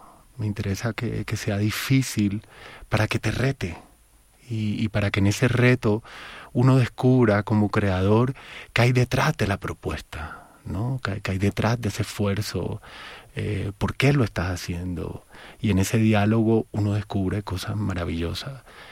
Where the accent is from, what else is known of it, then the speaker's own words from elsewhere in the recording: Cartagena, Bolívar, Colombia; moved away as an adult; now in Bogotá, Colombia; Y yo soy de Cartagena